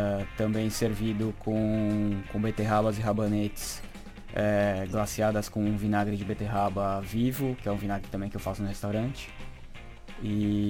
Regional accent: São Paulo, Brazil; moved away as an adult; now in Lisbon, Portugal; Eu, como paulistano, né, tive acesso a muitos restaurantes e cozinhas, e grandes cozinhas em São Paulo.

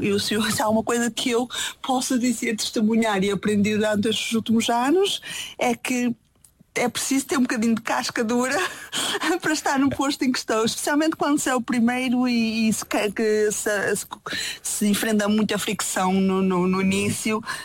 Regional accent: Minho, Portugal; porque é o grau de festa, e como minhota faço questão de ir, os meus filhos adoram ir, e a gente está lá, passa lá tempo com os meus pais, com a minha irmã, etc.

